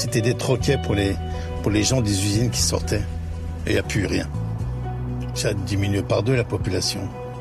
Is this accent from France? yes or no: yes; France; Mais bon, je ne me suis jamais considéré comme un Italien. Je suis un Français, un bon Français.